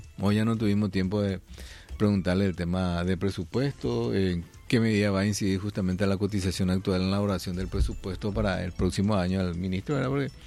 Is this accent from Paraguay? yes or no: yes; Paraguay; ya soy paraguayo